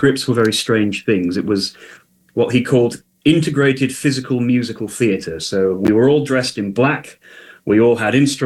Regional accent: Derby, East Midlands, United Kingdom; moved away as an adult; now in Finland; I'm from, well, we call it Darbados. You will know it as the fair city of Derby. Born and bred there for 28 years, but my heart would lie in East Devon.

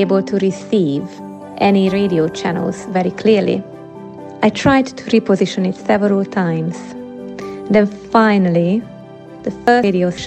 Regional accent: Hungary; now in United Kingdom; I grew up in Hungary, and church there is very different than the one we have here in the UK.

